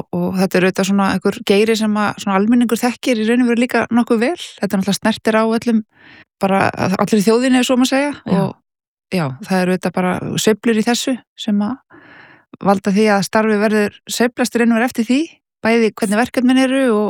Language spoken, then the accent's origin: Icelandic; Reykjavík, Capital Region, Iceland; Ég er uppalinn í Bökkunum í Breiðholti, frábær staður.